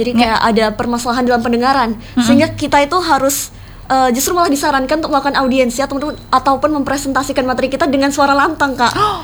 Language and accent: Indonesian; Ngawi, Sidoarjo, East Java, Indonesia; moved away as an adult; now in Jember, Indonesia; Sebenarnya orang Jawa juga sih kak. Aku dari Ngawi, dari Sidoarjo.